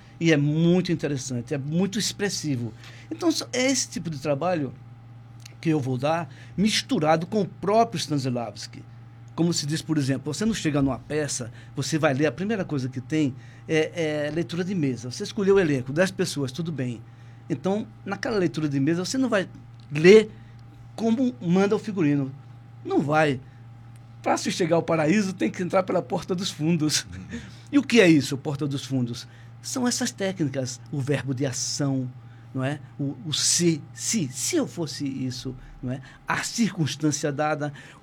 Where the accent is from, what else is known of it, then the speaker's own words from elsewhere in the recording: Alagoas, Brazil; moved away; also born or lived in Sorocaba; Eu sou alagoano, mas eu morava em Sorocaba quando conheci o teatro. Um cara de 15 anos, 16